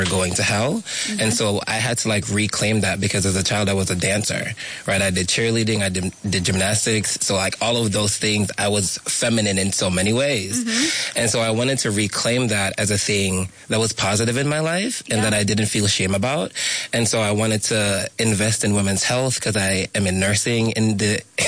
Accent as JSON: {"language": "English", "country": "Jamaica", "tie": "born or raised there", "said": "Well, I am Jamaican. First of all, happy Pride, everyone. I grew up Jamaican."}